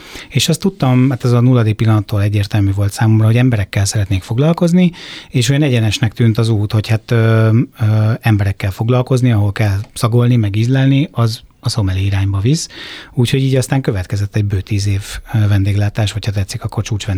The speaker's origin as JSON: {"language": "Hungarian", "town": "Zamárdi", "region": "Somogy", "country": "Hungary", "tie": "born or raised there", "said": "én gyakorlatilag az egész gyerekkoromat a Balatonon töltöttem, praktikusan Zamárdiban, tehát a déli parton."}